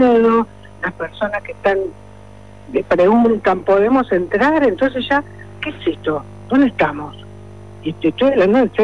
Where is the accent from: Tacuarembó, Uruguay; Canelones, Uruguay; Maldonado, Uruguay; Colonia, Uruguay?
Maldonado, Uruguay; Punta del Este; todos los que somos de acá de Punta del Este